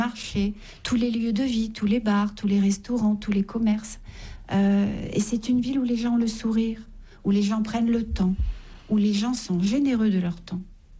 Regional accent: Paris, Île-de-France, France

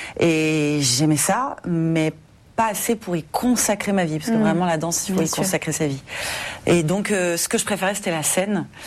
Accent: Paris, Île-de-France, France; born there; Oui, je suis née à Paris.

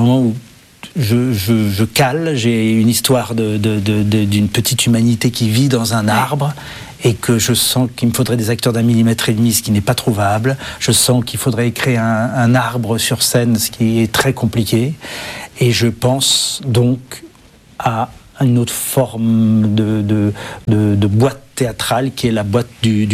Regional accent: Paris, Île-de-France, France; Autant j'ai eu des échappées tout au long de ma vie de un ou deux ans à l'étranger assez régulièrement. Mais je suis né à Paris

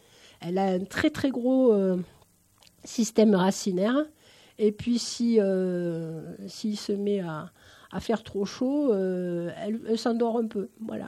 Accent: Occitanie, France; moi, je suis originaire de la région de Nîmes, donc ceci explique peut-être cela.

